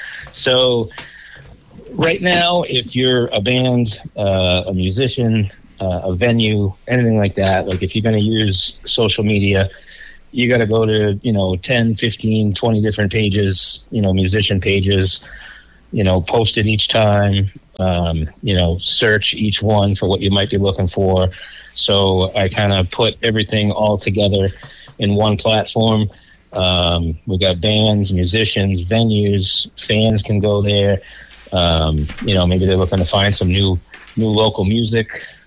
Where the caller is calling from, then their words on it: Dayton, Maine, United States; I am from Dayton, Maine.